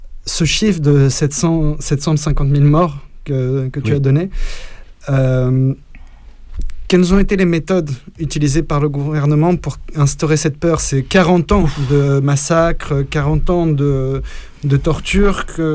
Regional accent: France; en tant que Français également

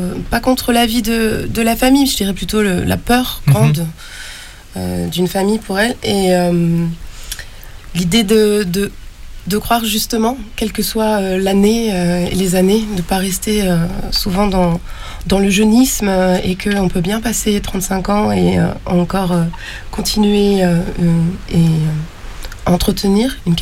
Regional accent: Paris, Île-de-France, France; moi, je suis parisienne du 17e, 18e arrondissement. J'ai été beaucoup serveuse et j'ai travaillé dans les bars de Montmartre.

